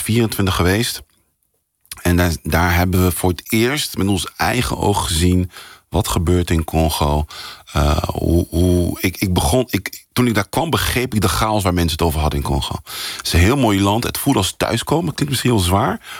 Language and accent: Dutch; The Hague, South Holland, Netherlands; accent: Haags; Ik ben zelf in Den Haag geboren. Ik heb een klein Haags accent. Ik hoop dat je het niet te veel hoort. Sorry voor de luisteraars. Maar mijn ouders komen oorspronkelijk en mijn roots zitten in Congo. En ik ben inmiddels wat ouder, 38 jaar. Ik was nooit in Congo